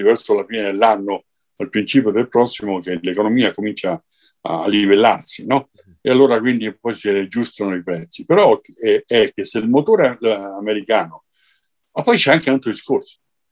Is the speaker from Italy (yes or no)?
no; Chile; Italian is a second language; sì, certo, è un mio paese